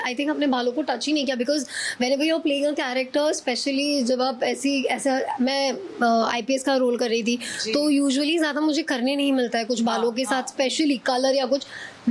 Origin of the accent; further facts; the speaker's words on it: Gujarat, India; वो पंजाबी है, मैं गुजराती हूँ